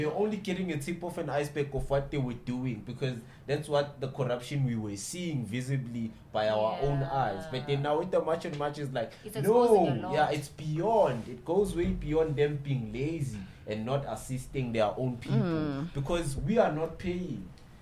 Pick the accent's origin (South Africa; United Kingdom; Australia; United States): South Africa; how long does it take for me as a South African citizen? For me, it even takes months for me to get my ID, despite being South African.